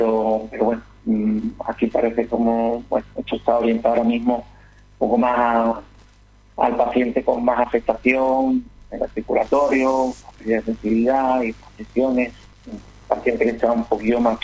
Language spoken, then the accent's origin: Spanish; Seville, Andalusia, Spain; vengo en este caso de Sevilla y, bueno, he hecho un esfuerzo importante por poder estar aquí